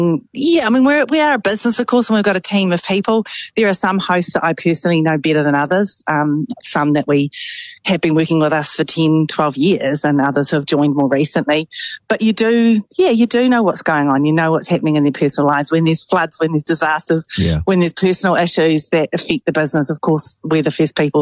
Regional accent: Tauranga, Bay of Plenty, New Zealand; We both grew up on a Kiwi Fruit Orchard. I was in Tauranga and she was in Whakatane.

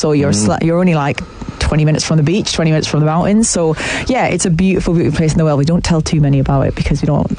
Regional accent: Newcastle, North East England, United Kingdom; born there; I was born in Newcastle, but Newcastle didn't have a women's team

